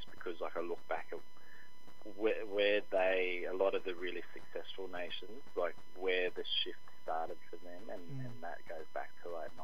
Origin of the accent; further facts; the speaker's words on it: Toowoomba, Queensland, Australia; now in Sunshine Coast, Australia; Yeah, Gamilaroi mob. I grew up in Toowoomba, but my mob side are from Mungindi, so that's New South Queensland border.